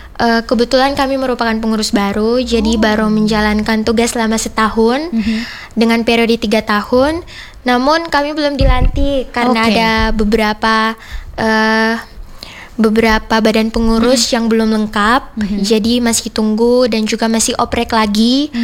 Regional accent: East Nusa Tenggara, Indonesia; Sebagai anak Indonesia dan juga anak Provinsi Nusa Tenggara Timur, saya bersyukur dan senang hidup sebagai anak Indonesia dan juga anak NTT.

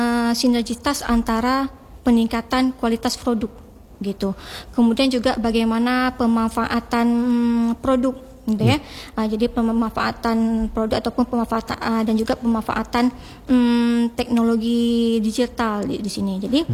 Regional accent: Aceh, Indonesia; Karena kita Aceh ini dia tidak kekurangan produk dan juga tidak kekurangan kreativitas gitu.

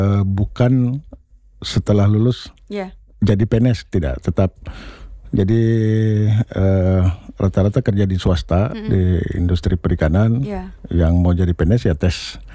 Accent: Makassar, South Sulawesi, Indonesia; moved away as an adult; also born or lived in Kendari / Ambon / Bali; now in Jakarta, Indonesia; Besar di Makassar. SD sampai dengan SMA di Makassar.

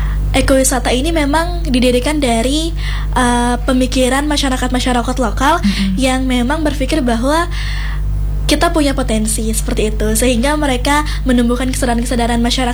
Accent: Buleleng, Bali, Indonesia; Kebetulan itu ada di kampung halaman saya, yaitu di Danau Tamblingan.

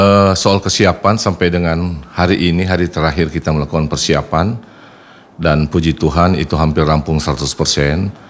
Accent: Sangihe, North Sulawesi, Indonesia; kita sebagai warga Sangihe

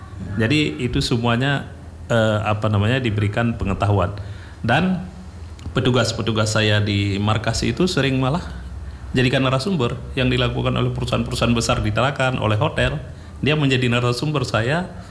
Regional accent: Lhokseumawe, Aceh, Indonesia; Tapi Luxmawe depan kampung saya kena juga.

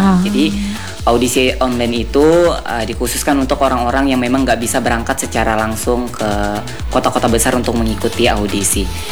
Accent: Danau Sembuluh District, Central Kalimantan, Indonesia; Okay. Aku berasal dari Kabupaten Seruyan, tepatnya di Kecamatan Danau Sembulu.

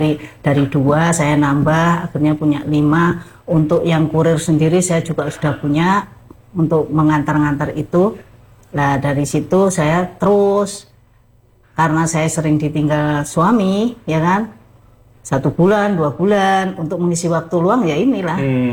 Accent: Malang, East Java, Indonesia; moved away as an adult; now in Semarang, Indonesia; Waktu itu saya memang orang Malang ya. Nah, karena suami kerjanya di Semarang, akhirnya saya dijerah ke Semarang.

